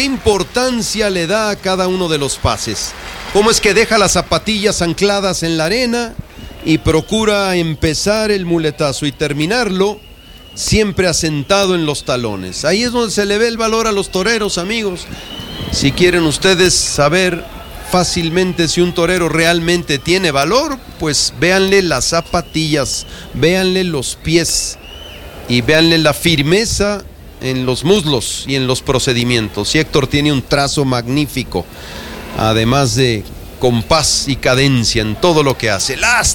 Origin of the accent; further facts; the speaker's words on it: Guadalajara, Jalisco, Mexico; moved away; allá en mi tierra, en Guadalajara